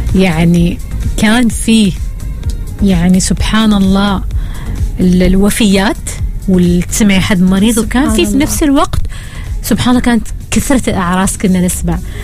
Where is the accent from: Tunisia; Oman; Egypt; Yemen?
Oman; كلنا نحن كمجتمع عماني